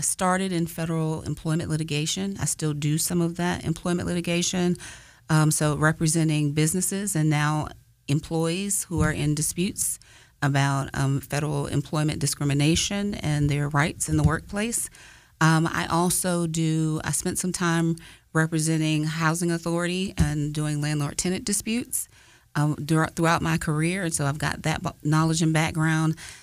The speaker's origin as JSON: {"language": "English", "region": "Maryland", "country": "United States", "tie": "born or raised there", "also_born_or_lived": "Washington, D.C. / Alabama", "moved": "as an adult", "lives_now": "Huntsville, United States", "said": "So I grew up in Maryland. My mother and my father are both natives of Alabama."}